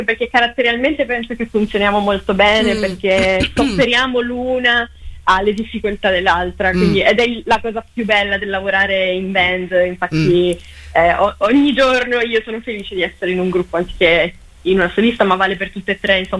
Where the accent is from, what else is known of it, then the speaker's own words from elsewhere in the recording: Sardinia, Italy; Tra l'altro io sono sarda, quindi arrivo da una comunità matriarcale, perciò per me è ancora più, diciamo, più interessante capire.